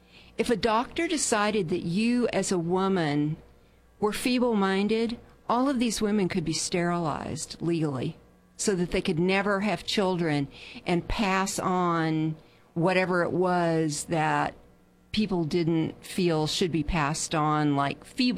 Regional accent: the South, United States; I grew up in the South.

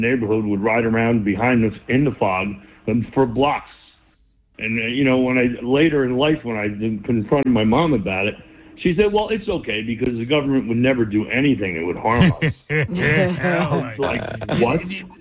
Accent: South Plainfield, New Jersey, United States; I grew up in South Plainfield, New Jersey.

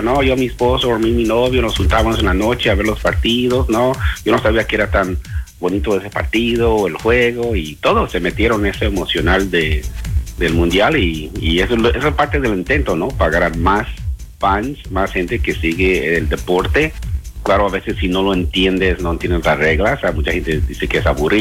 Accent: Mexico; Fue algo que nos unió juntos como mexicanos

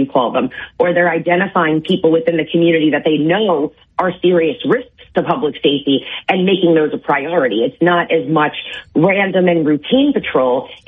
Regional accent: New York City, New York, United States; I'm from New York City

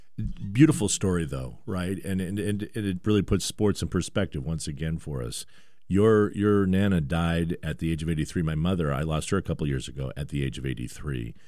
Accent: Vancouver, British Columbia, Canada; born there; I was born in Vancouver, and my grandma was big into the Canucks.

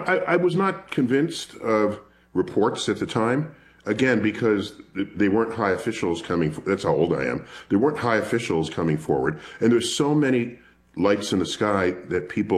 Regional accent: New York City, New York, United States; Born and raised in New York City, that would be the Hayden Planetarium, where I now serve as director.

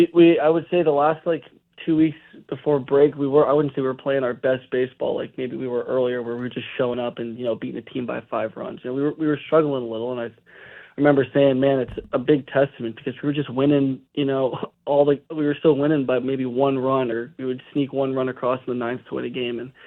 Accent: Massachusetts, United States; I grew up in Massachusetts, stayed close for college, went to Boston College

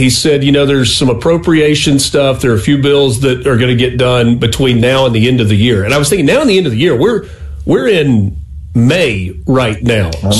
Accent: United States; I just got to be honest, as an American citizen and as a voter, that's disappointing to hear it

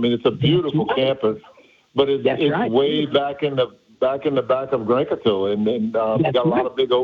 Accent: Sunset, Louisiana, United States; accent: Cajun; I'm originally from Sunset, Louisiana, and where I presently live today

